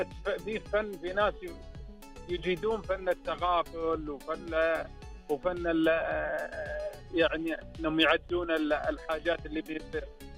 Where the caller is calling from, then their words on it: Riyadh, Riyadh Province, Saudi Arabia; اكلمك من الرياض